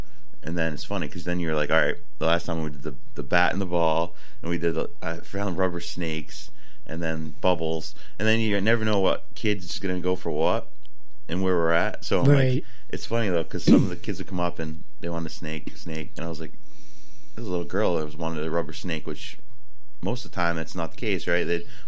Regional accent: United States; I'm going to Americanize it a little bit, but because I'm American.

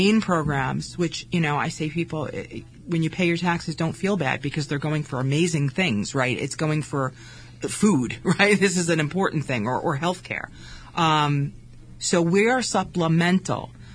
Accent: New Jersey, United States; now in Newport, United States; I'm from Jersey, right?

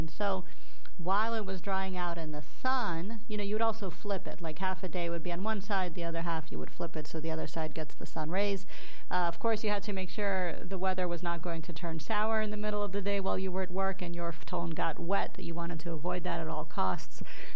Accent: United States; also born or lived in Japan; as an American

